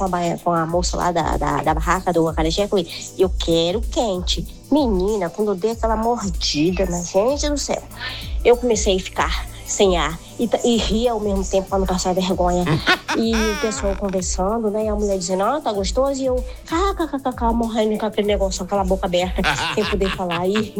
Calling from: Bahia, Brazil; Que eu sou baiana, então, adoro acarajé.

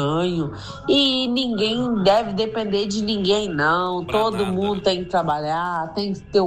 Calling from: Francisco Beltrão, Paraná, Brazil; sou de Francisco Beltrão

